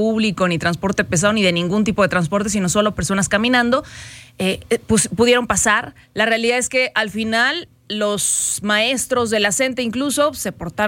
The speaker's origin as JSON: {"language": "Spanish", "country": "Mexico", "said": "usted sabe cómo somos los mexicanos"}